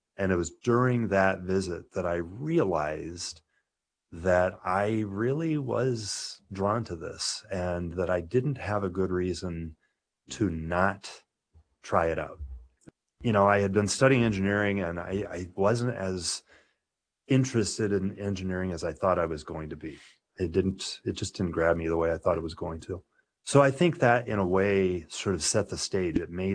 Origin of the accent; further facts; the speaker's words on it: Nebraska, United States; Because I grew up in the Archdiocese of Omaha.